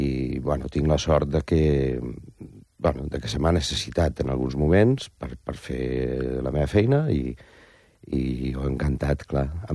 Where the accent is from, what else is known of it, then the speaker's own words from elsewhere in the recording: Valencian Community, Spain; anirem a València, per sort anirem a la meva terra, anirem al Coll, que és el meu poble.